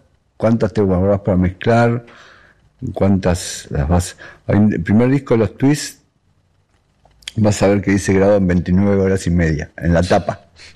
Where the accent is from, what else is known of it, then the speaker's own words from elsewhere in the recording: Buenos Aires, Argentina; born there; yo nací en Versalles.